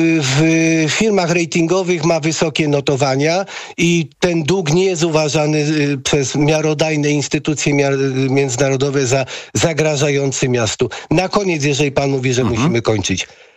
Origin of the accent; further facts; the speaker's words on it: Kraków, Lesser Poland, Poland; born there; Mówię to jako urodzony krakowianin, którego los tego wspaniałego miasta leży mi na sercu.